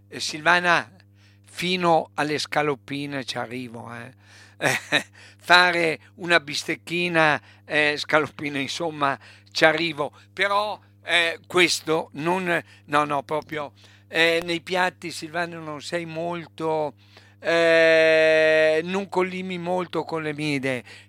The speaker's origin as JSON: {"language": "Italian", "region": "Emilia-Romagna", "country": "Italy", "tie": "born there", "said": "non sono nato lì, sono nato in maternità a Salso, ma ho vissuto dal 58 in poi in quel luogo."}